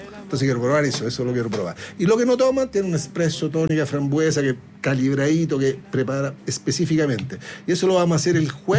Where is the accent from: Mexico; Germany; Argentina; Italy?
Italy; yo soy italiano